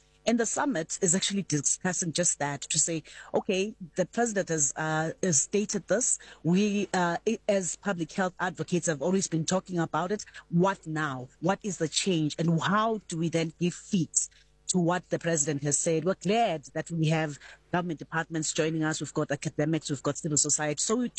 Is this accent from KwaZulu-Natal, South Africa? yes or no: no; Ekurhuleni, Gauteng, South Africa; I'm also from Ekurhuleni, so I know exactly what you're talking about.